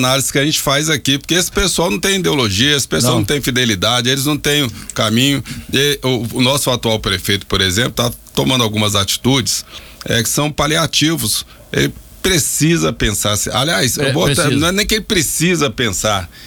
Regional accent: Rio de Janeiro, Brazil; Minha terra natal.

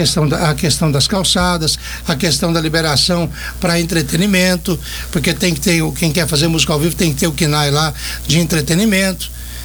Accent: Anápolis, Goiás, Brazil; sou de Anápolis

